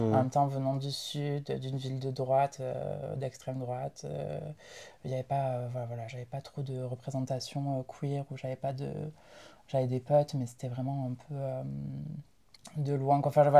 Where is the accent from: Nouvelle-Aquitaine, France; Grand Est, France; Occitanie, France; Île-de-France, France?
Occitanie, France; Carcassonne; parce que je viens de Carcassonne.